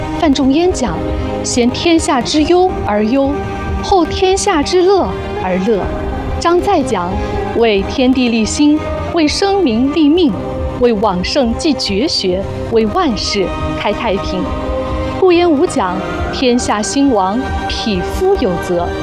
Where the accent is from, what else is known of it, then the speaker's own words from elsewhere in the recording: China; 我们中国人自古就认识到，天下之本在国，国之本在家。